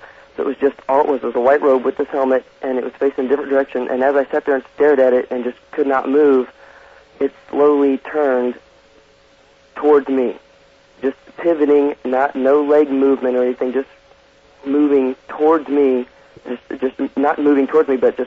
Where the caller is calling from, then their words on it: Overland Park, Kansas, United States; Yeah, Art, I'm calling from Overland Park, Kansas.